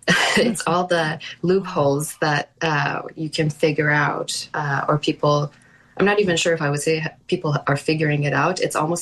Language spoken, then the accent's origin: English; Iran; in the 90s, when I was growing up in Iran, it was considered like really bougie or weird if you're carrying an instrument case.